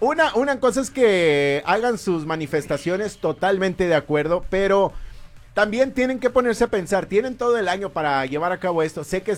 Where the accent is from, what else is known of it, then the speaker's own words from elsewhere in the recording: Mexico; moved away; a mí me da pena como mexicano